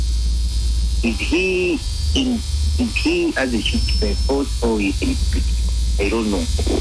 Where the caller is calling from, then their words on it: Luwero, Central Region, Uganda; You're speaking to … from Luwero here.